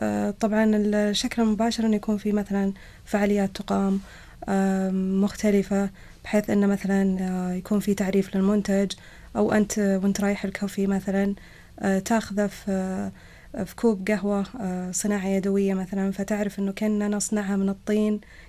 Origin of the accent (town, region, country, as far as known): Saudi Arabia